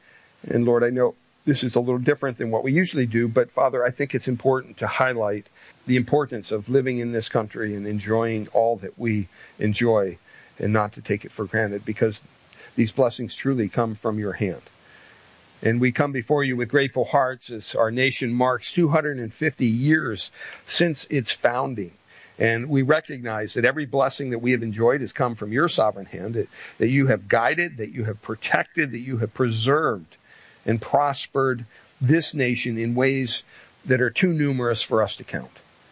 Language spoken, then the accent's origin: English; Pennsylvania, United States; born there; my home state, Pennsylvania